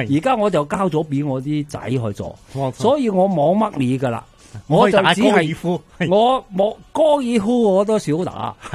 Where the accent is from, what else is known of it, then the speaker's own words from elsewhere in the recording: Hong Kong; 我哋喺香港长大